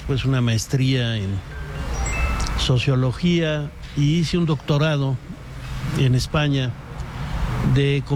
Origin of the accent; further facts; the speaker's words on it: Mexico City, Mexico; born there; now in Guanajuato, Mexico; nací en la Ciudad de México.